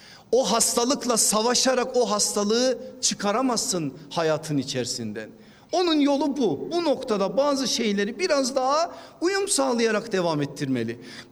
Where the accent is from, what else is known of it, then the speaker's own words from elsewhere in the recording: Erzurum, Turkey; Şimdi ben o evliliğe aman Trakyalıdır, ben Erzurumluyum, olmaz mı olmaz diye karşı çıkacak bir halim yok.